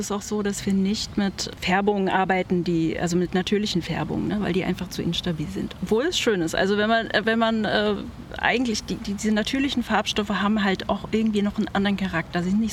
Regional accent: Potsdam, Brandenburg, Germany; Ja, ich weiß nicht, ich komme aus Potsdam. Ich bin Potsdamerin und Land Brandenburg.

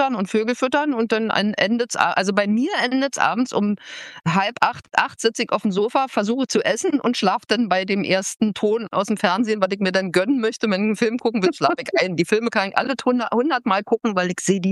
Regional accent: Buckow, Brandenburg, Germany; So, weil ich bin ja, wie gesagt, in Buku aufgewachsen.

